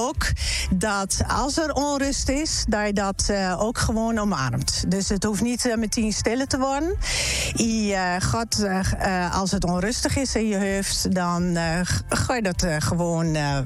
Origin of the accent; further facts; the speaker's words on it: Dwingeloo, Drenthe, Netherlands; born there; now in Landgoed Reebruggen, Drenthe, Netherlands; Ik ben geboren in Dwingel.